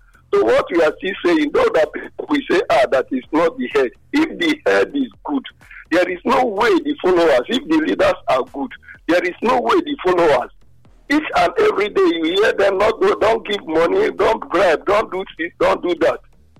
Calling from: Nigeria; I'm calling you from Adoa.

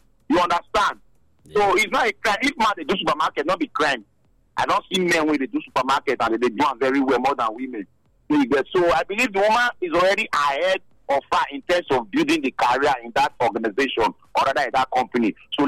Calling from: Benin City, Edo, Nigeria; I come from Benin, South Africa Road.

